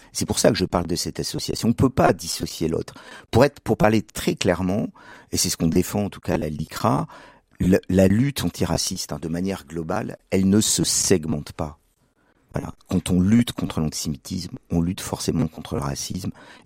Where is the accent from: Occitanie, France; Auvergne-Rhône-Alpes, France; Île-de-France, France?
Auvergne-Rhône-Alpes, France; je suis ardéchois. Donc je viens de Privas, je viens d'un petit village à côté de Privas.